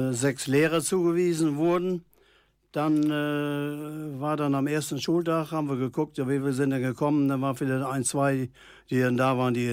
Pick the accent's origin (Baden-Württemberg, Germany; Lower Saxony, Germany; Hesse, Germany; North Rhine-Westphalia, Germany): Lower Saxony, Germany; Papenburg; born there; Ich bin ja so ein alter Emskop und gebürtiger Papenburger auch.